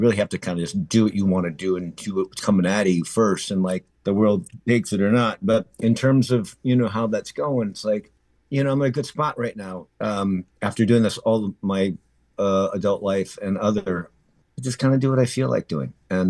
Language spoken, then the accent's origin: English; Minneapolis, Minnesota, United States; So when I grew up in Minneapolis, I rode the buses everywhere and ride or rode my bike everywhere. And that just speaks to where Minneapolis really is in my whole trajectory.